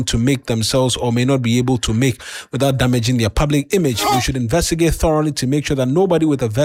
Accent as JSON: {"language": "English", "country": "Ghana", "said": "I'm a Ghanaian, and we all know how things can move in this country."}